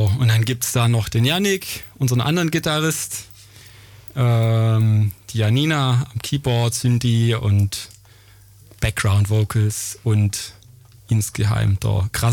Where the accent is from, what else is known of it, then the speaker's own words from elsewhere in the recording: Eichelberg, Germany; wir sind alle aus dem gleichen Kaff und haben früher auch schon, also wir kommen aus Eichelberg